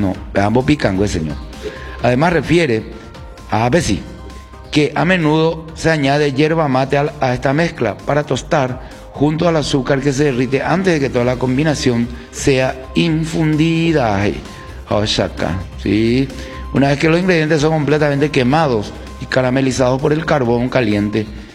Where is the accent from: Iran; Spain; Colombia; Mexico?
Colombia; now in Paraguay; Bueno, como colombiano y como colombiano viviendo en Paraguay, puedo decir que amo el cocido con chipas.